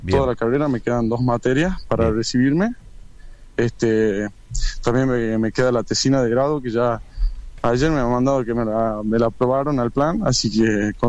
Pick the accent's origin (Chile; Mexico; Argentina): Argentina; Yo quiero trabajar en mi país, es lo que quiero.